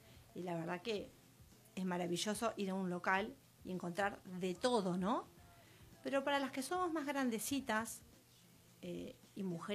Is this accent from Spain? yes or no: no; Argentina; now in Tandil, Argentina; Somos argentinas.